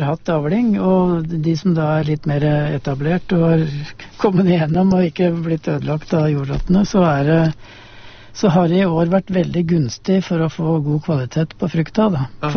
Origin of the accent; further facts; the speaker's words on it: Østmodum, Buskerud, Norway; gården hjemme på Østmodum